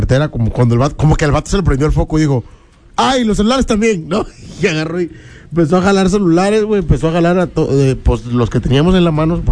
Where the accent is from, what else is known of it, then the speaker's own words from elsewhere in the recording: Mexico; ya uno como mexicano.